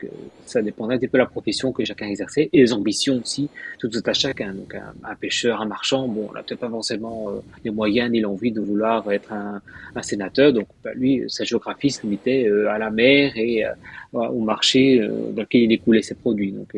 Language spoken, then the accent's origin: French; Spain; now in Brussels, Belgium; puisque bon, je suis venu d'Espagne de la Bruxelles, et on voulait garder nos racines avec la péninsule ibérique.